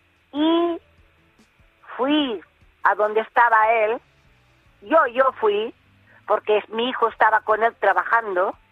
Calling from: Vilafranca del Penedès, Catalonia, Spain; Yo me fui a la Cruz Roja de Villafranca, de mi pueblo

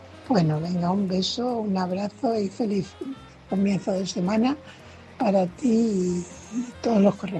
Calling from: Fuenlabrada, Community of Madrid, Spain; corresponsal de Fuenlabrada.

